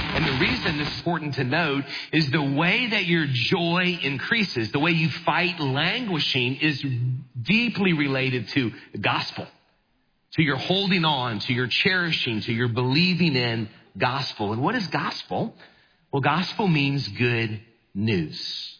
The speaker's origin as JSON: {"language": "English", "town": "New Orleans", "region": "Louisiana", "country": "United States", "tie": "born or raised there", "said": "Now, I grew up in New Orleans, and our football team was the New Orleans Saints."}